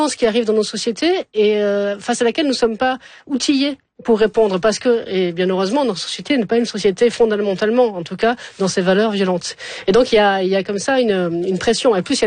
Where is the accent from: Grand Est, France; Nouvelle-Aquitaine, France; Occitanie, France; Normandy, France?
Occitanie, France; Montpellier; born there